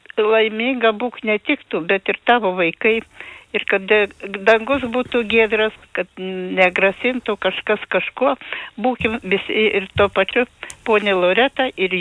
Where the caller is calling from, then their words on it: Dotnuva, Kaunas County, Lithuania; Čia aš iš Dotnuvos